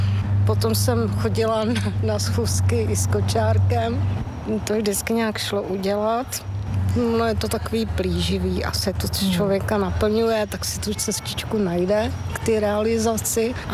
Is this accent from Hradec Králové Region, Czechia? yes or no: yes; Vrchovina, Hradec Králové Region, Czechia; ale jinak opravdu jsem od dětství ve Vrchovině, u Nový Paky.